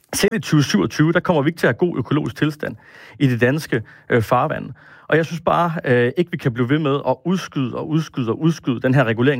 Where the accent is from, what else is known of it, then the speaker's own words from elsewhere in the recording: Aabenraa, Region of Southern Denmark, Denmark; Jeg kommer selv ned fra Åbenrå og har været vant til at fiske i Åbenrå Fjord hele min barndom.